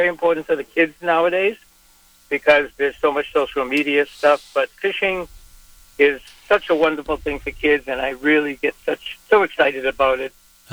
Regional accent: Mashpee, Massachusetts, United States; now in Bourne, United States; I was raised in Pompanesset, and I've spent my whole life, in fact, the last 30-odd years, I've been a fishing guide on the Cape.

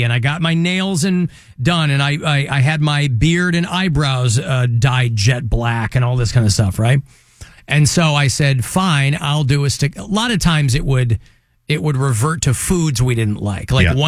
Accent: Manchester, North West England, United Kingdom; now in United States; My American accent I've perfected over the course of 35 years in American broadcasting. So I can go on the air and sound like this and nobody knows that I'm from Manchester.

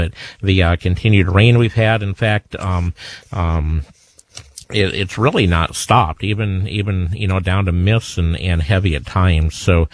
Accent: Sac City, Iowa, United States; Craig and I grew up in Sac City together

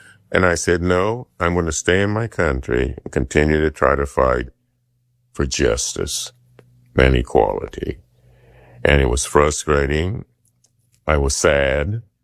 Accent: Centerville, Iowa, United States; when I was a kid growing up in Centerville, Iowa, I didn't think I'd get farther east maybe than Chicago.

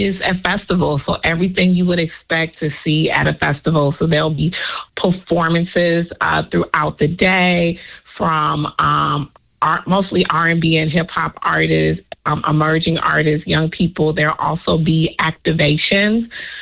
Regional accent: Chicago, Illinois, United States; I'm a native Chicagoan.

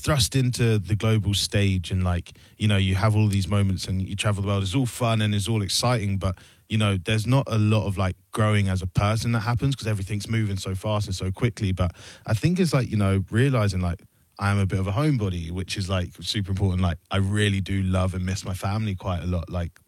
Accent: Luton, East of England, United Kingdom

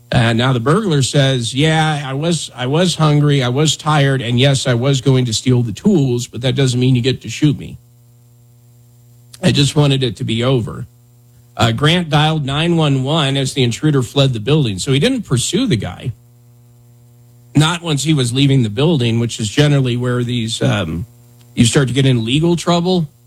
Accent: Wyoming, United States; pretty much the starter pack, if you bought a truck growing up in Wyoming, was you would buy the highway tires that were standard on it, right?

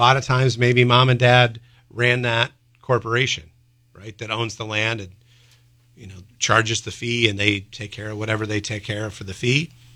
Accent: Halfmoon, New York, United States; near where I grew up in Half Moon

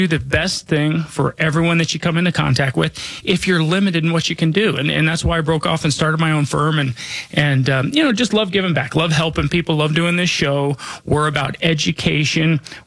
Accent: Denver, Colorado, United States; I was born and raised here in Denver. You know, I'm not just licensed here.

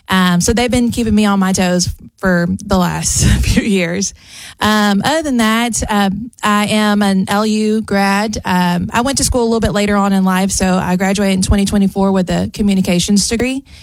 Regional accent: Beaumont, Texas, United States; now in China, Texas, United States; I am originally from Beaumont. When we got married, I live out in China, Texas.

